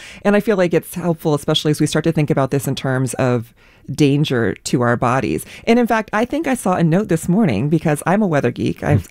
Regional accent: Minnesota, United States; Being a Minnesotan, I think sometimes we talk about, you know, it's 10 below, it's 20 below, it's 30 below

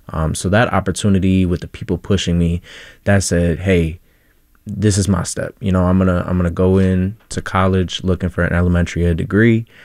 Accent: Columbia Heights, Minnesota, United States; And I grew up in Columbia Heights, which is an amazing community full of diversity

